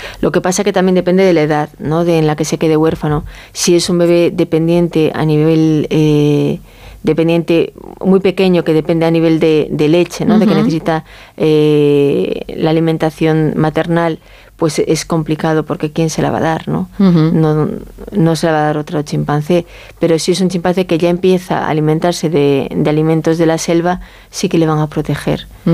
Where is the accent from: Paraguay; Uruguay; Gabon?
Gabon; Galicia; Yo lo describo muchas veces como yo soy gallega, ¿no? Los gallegos estamos en Galicia. Bueno, yo no estoy en Galicia ahora, pero tenemos un, no tengo mucho acento, pero yo antes tenía acento.